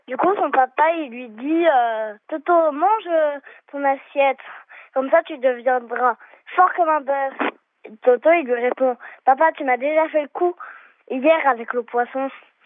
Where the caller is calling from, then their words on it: France; je suis doré et j'habite à Saint-Même.